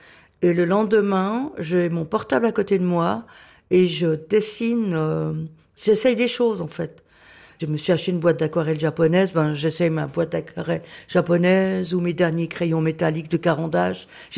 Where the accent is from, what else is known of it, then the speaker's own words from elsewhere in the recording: Valais, Switzerland; Je viens du Valais.